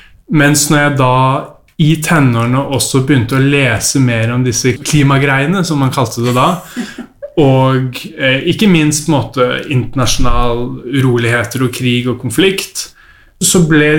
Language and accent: Norwegian; Oslo, Norway; jeg ble født og oppvokst på Grønland i Oslo.